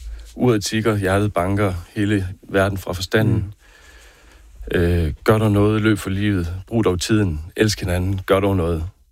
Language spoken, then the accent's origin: Danish; Herning, Central Denmark Region, Denmark; Herning Banegård, hvor jeg voksede op